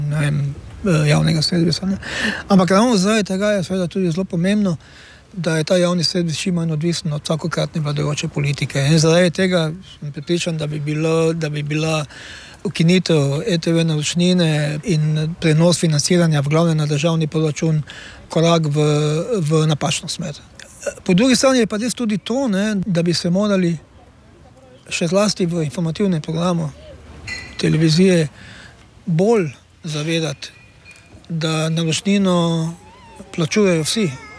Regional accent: Styria, Slovenia; kot pravimo Štajerci, Gleichschaltunge

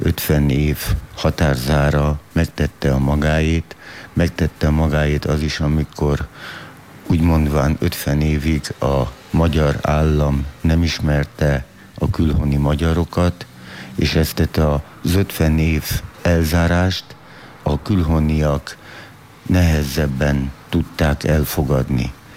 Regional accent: Prekmurje, Slovenia; nagyon büszkék lehetünk arra, hogy muravidékiek vagyunk, és hogy muravidéki magyarok vagyunk.

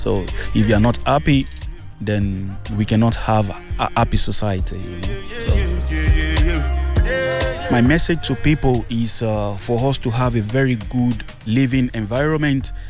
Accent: Lagos, Nigeria; moved away as an adult; also born or lived in western Nigeria; now in Maribor, Slovenia; I'm from the west part of Nigeria, but I was born in Lagos. I live all my life in Lagos.

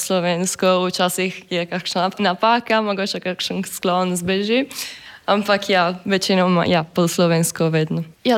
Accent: Gorizia, Friuli-Venezia Giulia, Italy; prihajam iz Italije, iz Stare Gorice. Torej sem Zamejka, sem na pol Slovenka strani mame. Sem pol Slovenka, pol Italijanka. Imamo slovensko manjšino

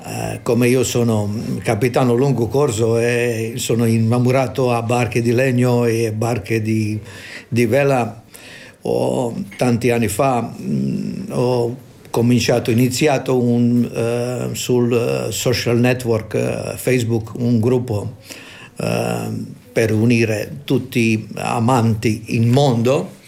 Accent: Korčula, Dubrovnik-Neretva County, Croatia; Italian is a second language; also born or lived in Italy; now in Split, Croatia; Qui vivo a Spalato, origine sono di Corciula, isola Corciula.

